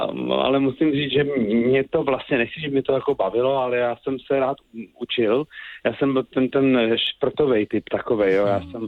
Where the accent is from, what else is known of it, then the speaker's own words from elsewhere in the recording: Žatec, Ústí nad Labem Region, Czechia; já jsem byl ze Žadce a ta škola byla v okolo 30 kilometrů, takže jsme hledali, abych mohl denně dojíždět, což se nakonec stalo. Byl jsem na střední průmyslové škole v Chomutově